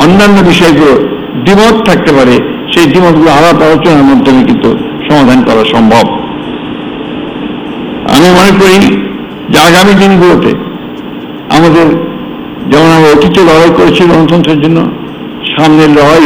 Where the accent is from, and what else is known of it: Bangladesh